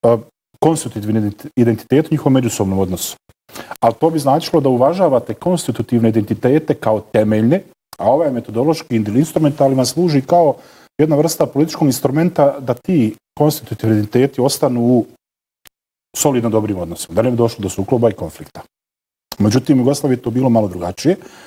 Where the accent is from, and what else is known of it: Bosnia & Herzegovina